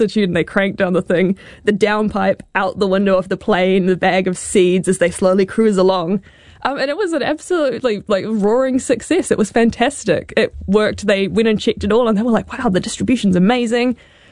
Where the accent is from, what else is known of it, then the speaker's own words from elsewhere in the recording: New Zealand; perhaps just my experience as a New Zealander, I think because we're just this tiny little country at the bottom of the world